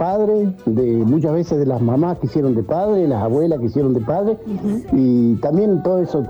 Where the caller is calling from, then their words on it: Ayacucho, Buenos Aires Province, Argentina; Lo que más me gusta de Ayacucho es que sigue conservando el estilo de vida de un pueblo del interior, bueno, donde sí. Nos conocemos todos, nos saludamos todos. Y estamos medianamente tranquilos, no tenemos esas preocupaciones que hay en las grandes ciudades.